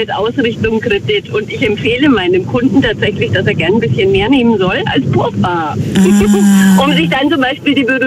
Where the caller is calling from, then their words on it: Schweinfurt, Bavaria, Germany; Ich komme aus Schweinfurt oder in der Nähe von Schweinfurt.